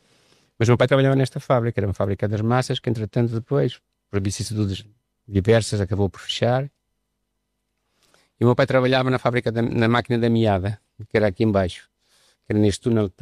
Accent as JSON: {"language": "Portuguese", "town": "Pessegueiro", "region": "Aveiro", "country": "Portugal", "said": "porque nós somos aqui de Pessegueiro, e esta água do rio Voga é muito produtiva"}